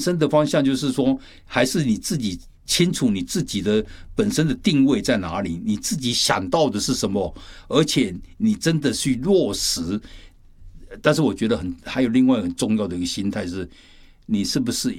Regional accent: China; 我们中国人讲的是事倍功半

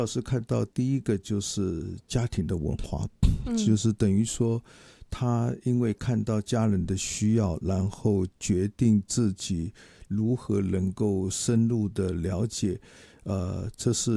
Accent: Taiwan; 但是我这个从小在台湾出生长大的小孩哈，今年活到74了，

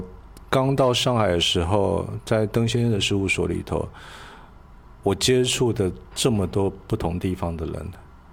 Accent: Taiwan; moved away as an adult; now in Shanghai, China; 我是台湾人

